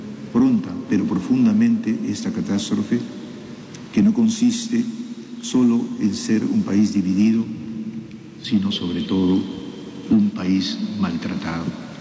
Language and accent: Spanish; Peru